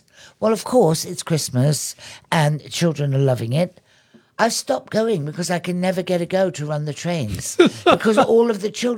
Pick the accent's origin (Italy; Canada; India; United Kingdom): United Kingdom; England; I'm English, but that's the Sassenach they call you.